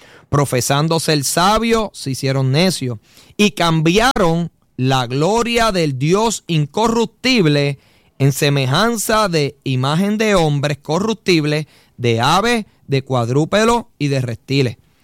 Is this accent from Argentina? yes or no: no; Puerto Rico; Nosotros que somos puertorriqueños, ¿verdad? Nuestra identidad es ser puertorriqueño, aunque nacemos con una ciudadanía americana.